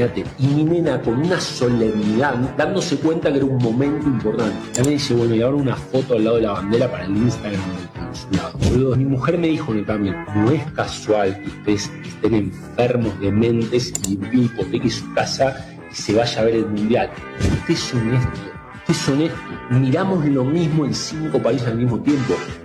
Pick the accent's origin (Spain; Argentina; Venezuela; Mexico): Argentina; yo soy argentino-italiano y mi mujer es chilena y checa